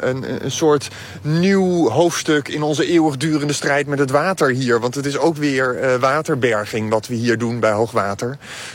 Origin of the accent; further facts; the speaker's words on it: Netherlands; Nederland vergeten we daar snel bij natuurlijk als Nederlanders.